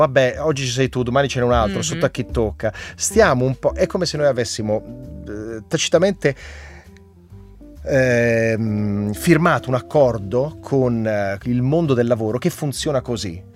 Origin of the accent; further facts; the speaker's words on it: Bergamo, Lombardy, Italy; mettici che sono anche bergamasco e quindi hai fatto, cioè, il pacchetto è proprio tosto.